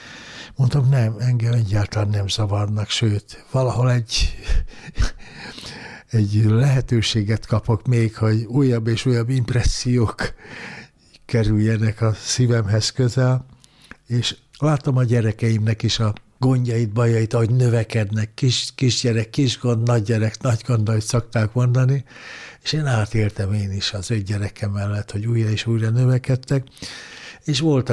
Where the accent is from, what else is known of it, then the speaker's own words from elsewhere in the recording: Budapest, Hungary; Gyerekkoromban is itt születtem, és itt nőttem fel először Angyalföldön, aztán később Újpesten, és mindig közel volt hozzám a Duna